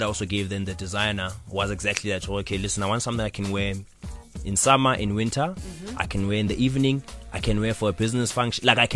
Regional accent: Soweto, Gauteng, South Africa; I'm a South African, I'm from Soweto.

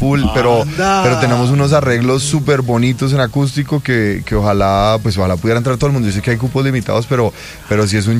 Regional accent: Colombia; No nos levantamos a escuchar vallenato, pero somos colombianos, ¿no?

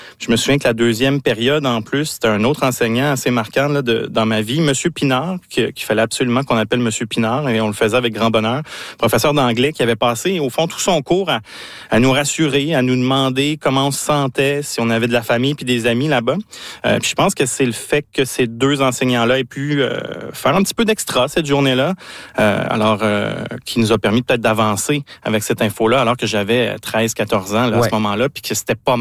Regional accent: Sainte-Foy, Quebec, Canada; J'étais à l'école, j'étais à De Rochebelle, dans Sainte-Foy, à peine en classe, quand on a fini par apprendre ce qui se passait.

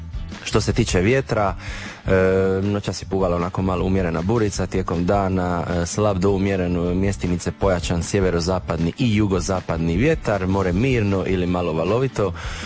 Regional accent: Dalmatia, Croatia; now in Split, Croatia; mi ovdje u Dalmaciji živimo za to.

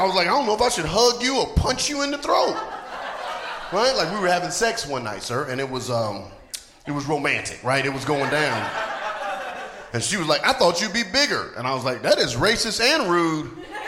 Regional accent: North Carolina, United States; also born or lived in Atlanta, United States; But I'm from the South. I'm from Atlanta, went to school in North, or from North Carolina, went to school in Atlanta.

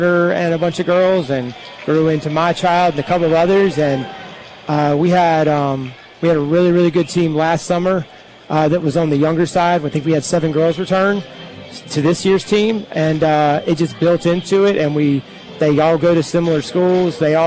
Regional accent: Rowan County, North Carolina, United States; now in Clayton, United States; So I'm from Rowan County, where Little League has reigned supreme for a long time, and softball really took off in the last 10, 15 years.

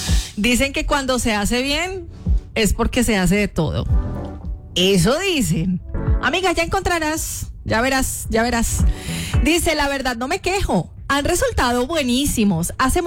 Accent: Colombia; now in Guatemala; yo soy colombiana, su merced

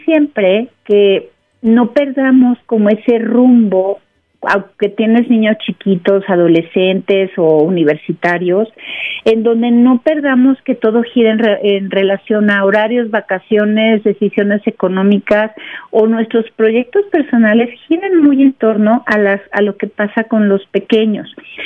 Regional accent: Mexico; lo maravilloso que somos como mexicanos

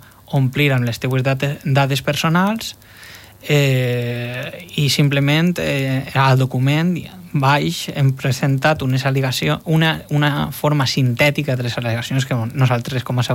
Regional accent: Gandia, Valencian Community, Spain; jo soc de Gandia

